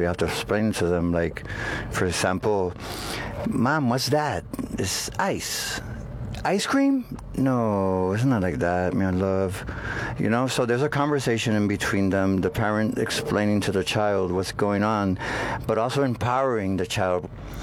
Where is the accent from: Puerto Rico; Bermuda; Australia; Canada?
Puerto Rico; I'm from Puerto Rico.